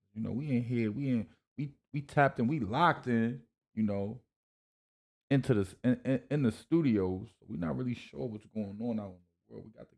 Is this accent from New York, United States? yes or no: yes; New York, United States; I'm from New York.